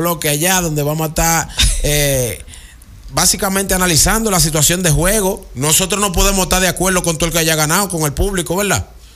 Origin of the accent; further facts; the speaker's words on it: Puerto Rico; born there; Yo nací en Puerto Rico.